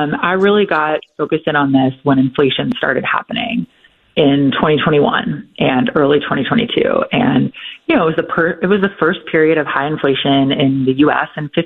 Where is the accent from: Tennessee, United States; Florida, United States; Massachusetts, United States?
Tennessee, United States; Nashville; I Nashville is my hometown